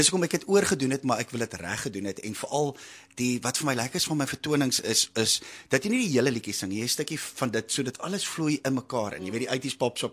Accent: Cape Town, Western Cape, South Africa; Ons het groot geword in Paravalle

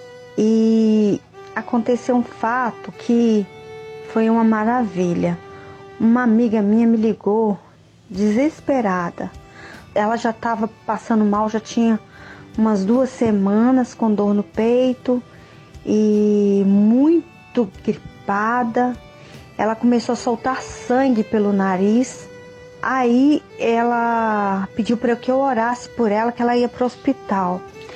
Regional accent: Itabira, Minas Gerais, Brazil; eu sou da cidade de Itabira, Minas Gerais.

